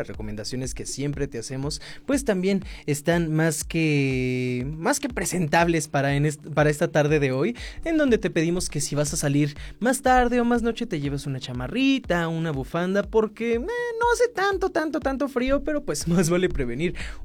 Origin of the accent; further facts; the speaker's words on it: Mexico; como mexicanas y como mexicanos lo reconocemos instantáneamente